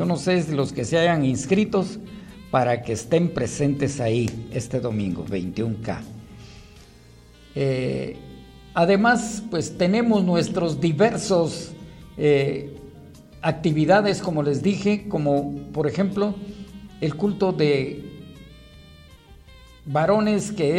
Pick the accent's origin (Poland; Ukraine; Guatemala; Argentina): Guatemala; Cuilco, Huehuetenango; moved away; me escucha en mi pueblo, Cuilco. Ah, mi Cuilco adorado. Soy de Cuilco. Y por eso envío un saludo a mi pueblo maravilloso.